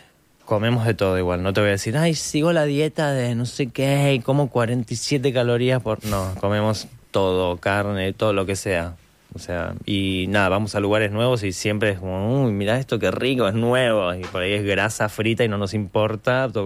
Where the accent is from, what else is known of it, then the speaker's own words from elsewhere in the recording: Argentina; pues somos argentinos